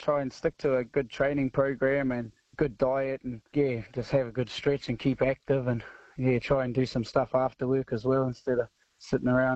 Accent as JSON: {"language": "English", "town": "Katanning", "region": "Western Australia", "country": "Australia", "tie": "born there", "said": "I was born in Katanning in Western Australia, and my family are all from Australia."}